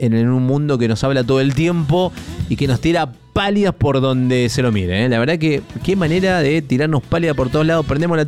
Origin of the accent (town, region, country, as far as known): Argentina